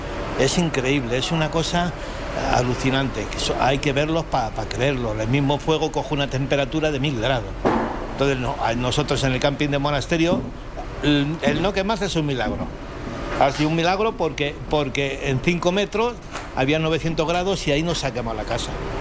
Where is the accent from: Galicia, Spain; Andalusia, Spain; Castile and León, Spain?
Castile and León, Spain; Casillas; yo soy de Casillas, un pueblo que además han parado el fuego